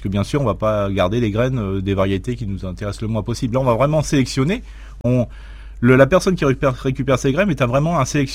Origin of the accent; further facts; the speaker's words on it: Grand Est, France; on est alsacien